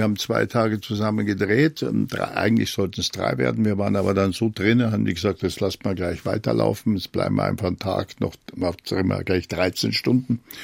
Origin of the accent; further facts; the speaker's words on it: Germany; accent: German; Und wenn ich als Deutscher mit diesem Akzent da komme